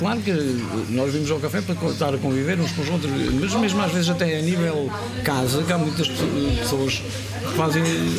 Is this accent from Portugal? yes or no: yes; Portugal; moved away as an adult; now in São Martinho, Portugal; Esta é a terra deles, esta nem é a minha. Aliás, se calhar até a minha terra, porquê? Porque já cá estou há 40 anos e na Gratinheira só tive praticamente 20 ou 20.